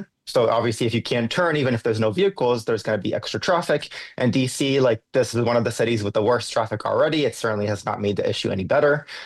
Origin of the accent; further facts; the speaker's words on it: Israel; now in Washington, D.C., United States; I'm originally from Israel, but these days I reside in Washington, D.C., where I attend Georgetown University to study political theory and democracy.